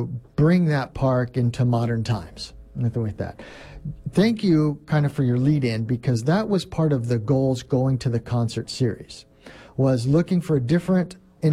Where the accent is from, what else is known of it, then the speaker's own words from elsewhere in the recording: Tulare, California, United States; I grew up in Tulare. My family has lived actually in the city limits itself since 1888.